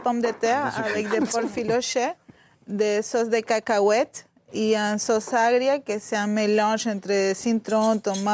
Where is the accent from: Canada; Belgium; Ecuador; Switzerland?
Ecuador; Guayaquil, Guayas; French is a second language; now in Paris, France; je viens de Guayaquil, que c'est la côte.